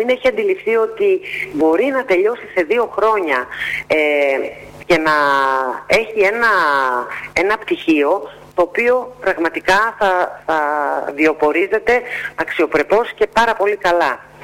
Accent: Drama, Eastern Macedonia and Thrace, Greece; moved away as an adult; now in Naxos, Greece; στη ΣΑΕΚ της Δράμας, τόπου μου

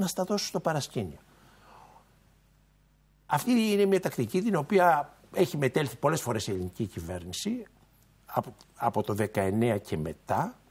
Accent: Greece; Ως Έλληνας διπλωμάτης

